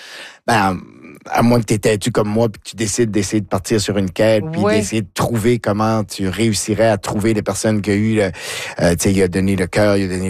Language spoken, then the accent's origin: French; McLeod, New Brunswick, Canada; born or raised there